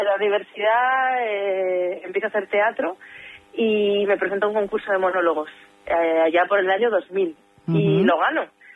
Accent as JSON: {"language": "Spanish", "town": "Pamplona", "region": "Navarre", "country": "Spain", "said": "Yo soy de Pamplona"}